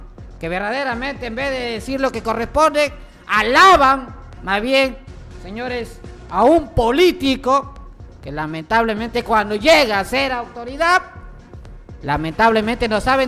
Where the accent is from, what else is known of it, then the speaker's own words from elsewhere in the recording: Peru; estamos en el Perú